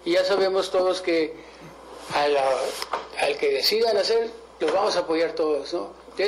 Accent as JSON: {"language": "Spanish", "country": "Mexico", "said": "con alegría, como somos los mexicanos"}